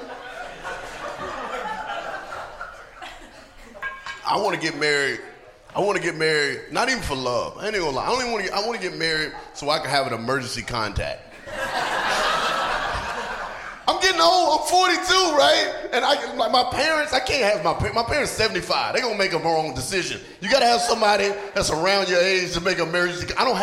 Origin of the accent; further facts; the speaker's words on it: North Carolina, United States; I'm from the South, right? I'm from North Carolina, went to school in Atlanta, right?